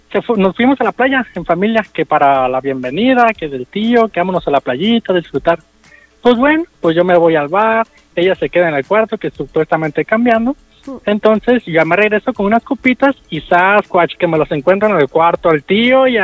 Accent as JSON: {"language": "Spanish", "town": "Guadalajara", "region": "Jalisco", "country": "Mexico", "said": "Que me regreso para donde nosotros somos de acá de Guadalajara y estamos en Puerto Vallarta"}